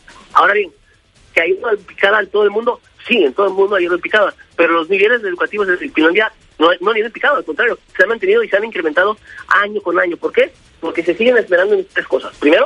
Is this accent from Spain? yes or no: no; Mexico; nuestra responsabilidad civil como mexicanos es entender que nuestro contexto es muy complicado y complejo.